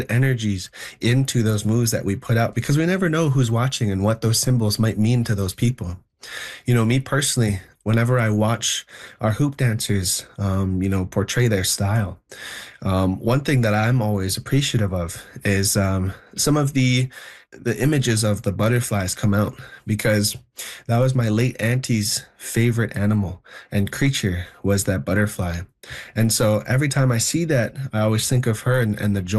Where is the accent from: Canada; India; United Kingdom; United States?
Canada; Ottawa, Ontario; we actually went back to the community where we grew up in Ottawa.